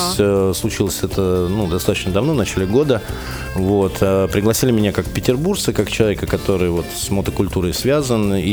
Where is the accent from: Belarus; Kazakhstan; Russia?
Russia; Saint Petersburg; born there; я в детстве в аэропорт в Пулково, ехал на такси